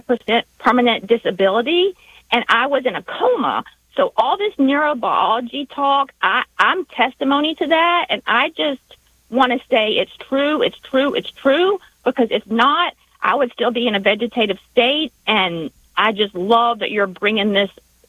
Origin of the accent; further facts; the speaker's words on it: the South, United States; accent: Southern; Did you know because of my accent? I am so sorry.